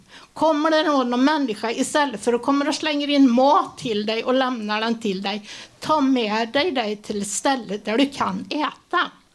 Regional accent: Lidköping, Västra Götaland County, Sweden; born there; Jag är ju född i Lidköping

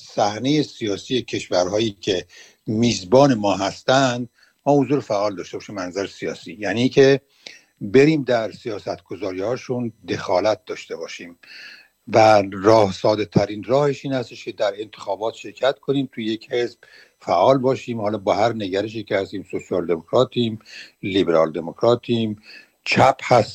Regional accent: Iran; moved away; ما که دین نداریم، ما ایرانی ها دیگه از این اسلام چنان زده شدیم که اگرم قرار باشه گرایش دینی داشته باشیم، یا گرایش زرتشتی یا گرایش میترایی و از این چیزا، گرایش ایران باستان هست

